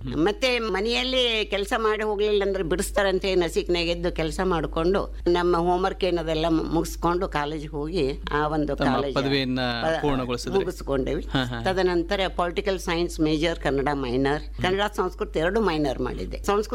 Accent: Vijayapura, Karnataka, India; ನನ್ನ ಹುಟ್ಟು 1952 ಬಿಜಾಪುರದಲ್ಲಿ.

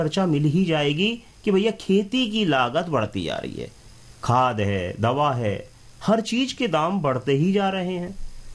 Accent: Agra, Uttar Pradesh, India; हमारे आगरा और ब्रज क्षेत्र में गाय को विशेष महत्व दिया जाता रहा है।

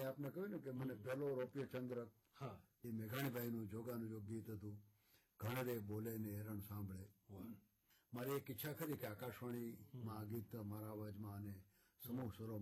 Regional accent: Chital, Gujarat, India; born there; મારો જન્મ ચિત્તલમાં થયો અમરેલી જિલ્લાના ચિત્તલમાં

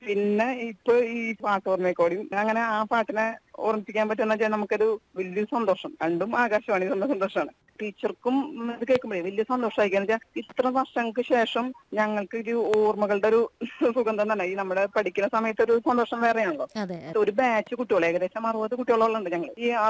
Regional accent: Anthikad, Kerala, India; എന്റെ നാട് അന്തിക്കാടാണ്.

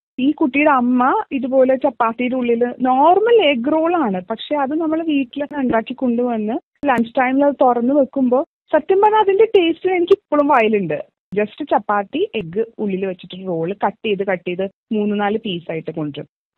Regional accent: Ernakulam, Kerala, India; ഞാൻ എറണാകുളം സ്വദേശിനിയാണ്.

